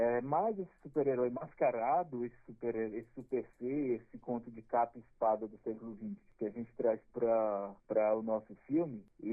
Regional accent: Imperatriz, Maranhão, Brazil; born there; now in Brasília, Brazil; E eu sou radicado em Brasília, mas nasci em Imperatriz, no Maranhão.

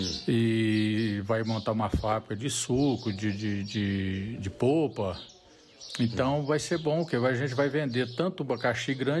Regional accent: Minas Gerais, Brazil; now in Formosa, Brazil; Mesmo que eu já tinha uma certa experiência com abacaxi quando eu vim de Minas... Eu já plantei muita lavoura de abacaxi lá. E, por vias do mundo, eu vim parar aqui em Formosa.

